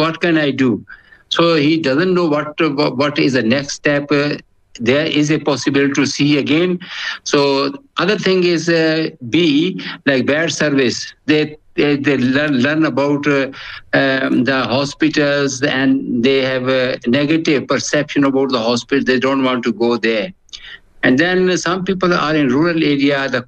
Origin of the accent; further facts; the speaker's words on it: Pakistan; because I'm from Pakistan, so we used to go travel to other areas